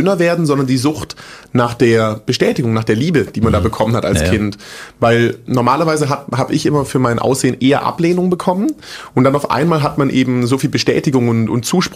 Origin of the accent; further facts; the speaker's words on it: Großbottwar, Baden-Württemberg, Germany; also born or lived in Stuttgart / Frankfurt; Genau, ich bin in Stuttgart geboren, dann in so einem Kaff aufgewachsen, das heißt Großbottwar. Also wirklich da wohnen, was wohnen da 10.000, 15.000 Leute vielleicht. Bin da mit meiner Family groß geworden, bis ich 10 war.